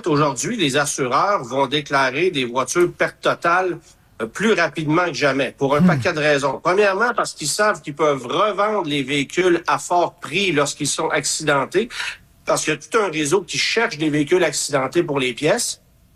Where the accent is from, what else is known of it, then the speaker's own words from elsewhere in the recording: Quebec, Canada; chez nous au Québec